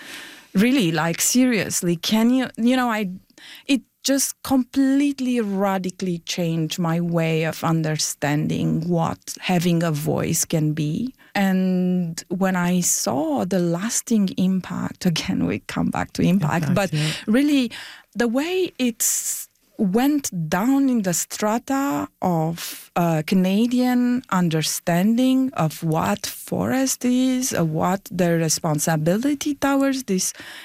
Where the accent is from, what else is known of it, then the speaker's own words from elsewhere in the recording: Romania; I have to say that I grew up in Romania in the time of the Ceausescu dictatorship. The Berlin Wall was still standing.